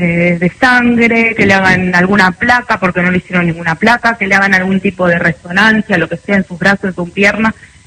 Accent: Macachín, La Pampa, Argentina; born there; now in Toay, Argentina; Yo nací en Macachín, pero hace 20 años que estoy acá.

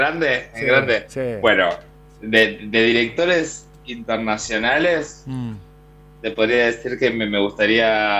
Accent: Gualeguay, Entre Ríos, Argentina; moved away; Yo siento que hay algo de mística en Gualeguay, no sé. Quizás es el cariño que tengo de las raíces, que empecé ahí

